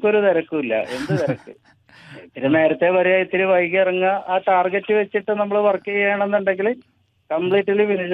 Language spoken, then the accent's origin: Malayalam; Maradu, Kerala, India; moved away as an adult; now in Palluruthy, India; ഞാൻ ജനിച്ചു വളർന്നത് മരടാണ്, കുണ്ടന്നൂർ മരട്.